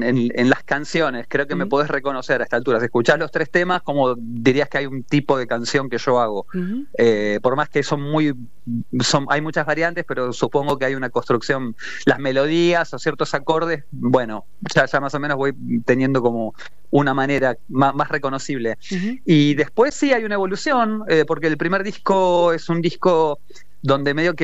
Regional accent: Haedo, Buenos Aires Province, Argentina; soy un fiel representante del oeste del conurbano

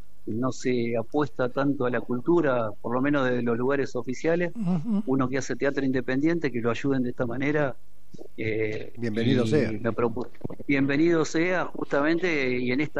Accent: La Plata, Buenos Aires Province, Argentina; born there; now in Berisso, Argentina; yo soy bericense, soy nacido en La Plata, me mudé a Berisso hace unos años.

